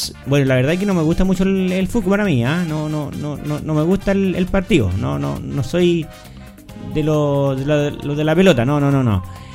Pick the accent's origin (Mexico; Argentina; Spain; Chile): Chile